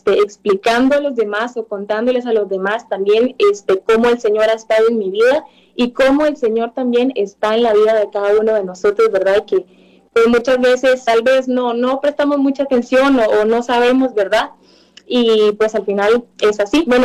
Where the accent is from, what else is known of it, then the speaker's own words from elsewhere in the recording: Costa Rica; tengo 22 años, soy de Costa Rica